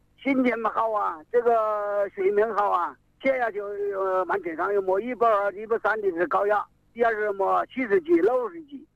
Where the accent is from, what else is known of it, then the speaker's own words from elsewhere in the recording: Honghu, Hubei, China; 我是洪湖的，洪湖大沙湖农场的。